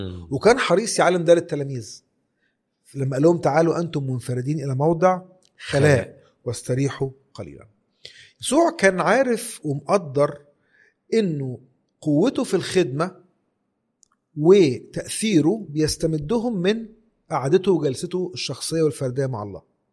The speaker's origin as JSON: {"language": "Arabic", "country": "Egypt", "said": "بيسيب كده وقت معين، بيقول بخصص وقت دوت لحاجة معينة وبيختلي بأمر معين. فأنا بنقطع عن شيء وبختلي بشيء"}